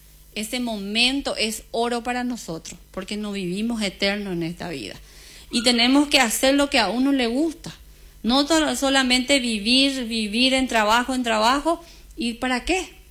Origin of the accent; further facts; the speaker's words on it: Carlos Antonio López, Itapúa, Paraguay; moved away; Soy de Carlos Antonio López, papá.